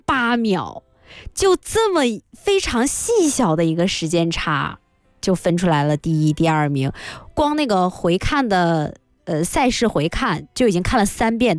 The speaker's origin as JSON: {"language": "Chinese", "region": "Guangdong", "country": "China", "said": "我们老广"}